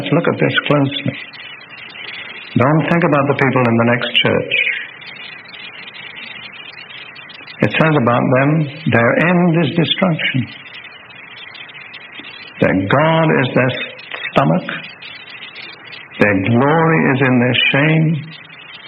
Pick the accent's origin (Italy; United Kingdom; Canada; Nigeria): United Kingdom; now in United States; I have three citizenships. I'm an unusual person. I'm a British citizen by birth. I'm a naturalized American citizen. But I'm a citizen of the Kingdom of Heaven.